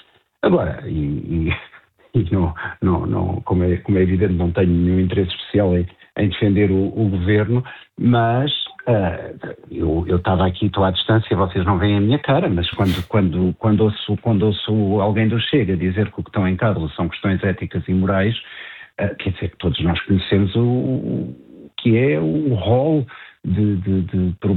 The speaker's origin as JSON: {"language": "Portuguese", "country": "Portugal", "said": "eu como português"}